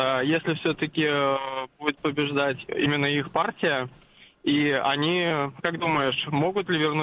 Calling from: Kazan, Tatarstan, Russia; из Казани.

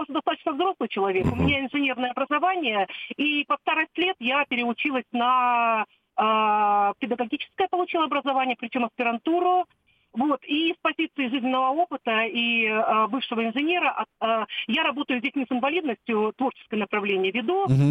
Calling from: Moscow Oblast, Russia; Я из Подмосковья.

